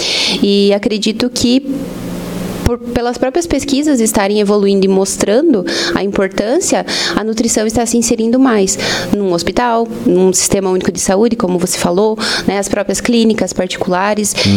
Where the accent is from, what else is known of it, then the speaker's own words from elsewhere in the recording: Lebon Régis, Santa Catarina, Brazil; moved away as an adult; also born or lived in Videira; now in Salto Veloso, Brazil; eu sou filha desta terra, eu nasci aqui em Videira, porém, a minha vida inteira eu morei em Lebon Régis, que é onde os meus pais, as minhas irmãs, minha família, né, moram, uhum, lá. Uhum. E hoje eu moro em Salto Veloso